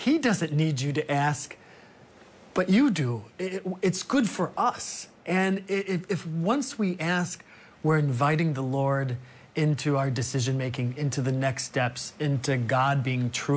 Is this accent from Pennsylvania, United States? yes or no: no; Chicago, Illinois, United States; I come from Chicago, where deep dish and stuffed, yeah.